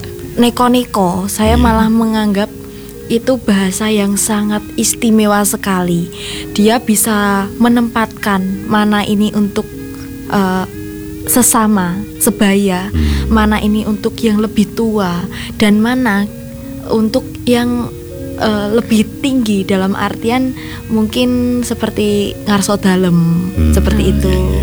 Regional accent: Yogyakarta, Special Region of Yogyakarta, Indonesia; first language Javanese; Indonesian is a second language; saya pribadi juga penduduk asli dari Jogja

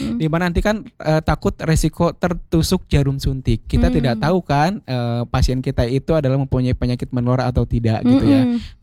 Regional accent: Bandung, West Java, Indonesia; moved away as an adult; also born or lived in Cianjur; saya kan memang lahir besar di Bandung dan di Cianjur gitu ya, orang-orang Sunda asli yang merantau ke pelosok Indonesia gitu.

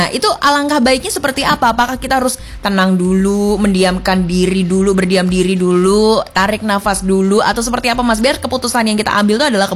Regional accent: Java, Indonesia; kita sebagai orang Jawa

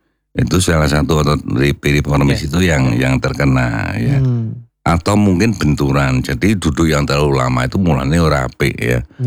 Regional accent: Java, Indonesia; saya juga Wong Jawa

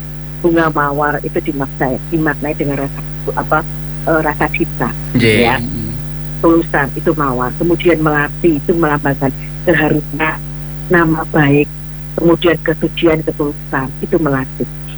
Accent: Java, Indonesia; Bureh kalau kita orang Jawa itu kan di dipurehkan ya

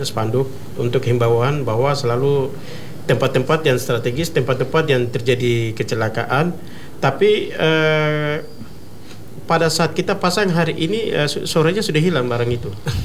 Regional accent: Papua, Indonesia; kita sebagai orang Papua

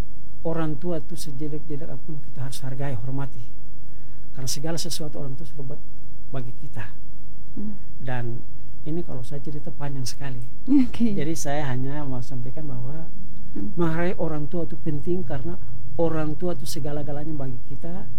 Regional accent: East Nusa Tenggara, Indonesia; first language Abui; Indonesian is a second language; kebetulan saya penutur asli bahasa Abui.

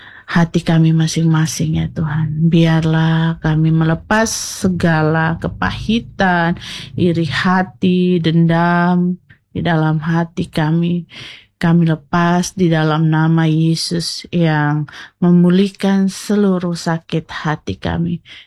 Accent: Sumba, East Nusa Tenggara, Indonesia; kita orang Sumba dikenal dengan ramah dan terbuka.

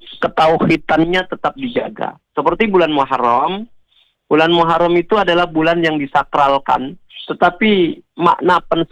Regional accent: Java, Indonesia; saya orang Jawa juga Pak

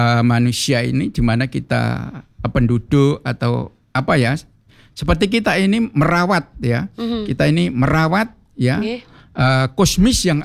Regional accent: Surabaya, East Java, Indonesia; kita juga sebagai warga Surabaya

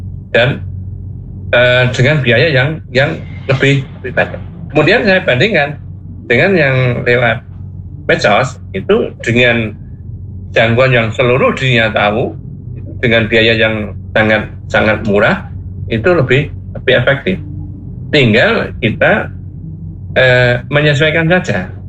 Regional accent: Central Java, Indonesia; now in Karanganyar, Indonesia; yang di Manyaran, desa Keposari itu, desa kami

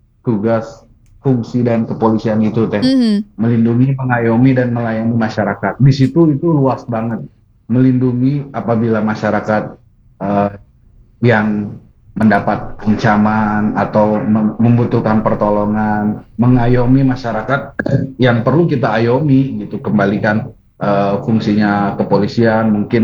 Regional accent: Bandung, West Java, Indonesia; jadi dulu saya besar di Bandung, di masih wilayah Bandung.

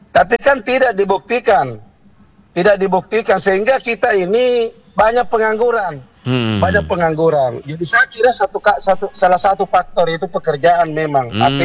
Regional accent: South Sulawesi, Indonesia; Contohnya kita punya pendahulu orang Sulsel ya. Itu Syekh Yusuf. Iya. Itu yeah Syekh Yusuf itu kita orang Bugis Makassar

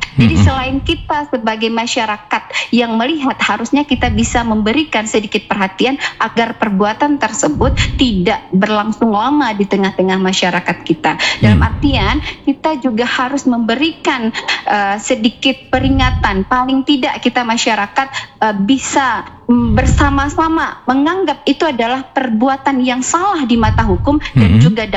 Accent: Padang, West Sumatra, Indonesia; saya orang Padang, itu memang masyarakat Minang itu adalah masyarakat yang penuh dengan adat

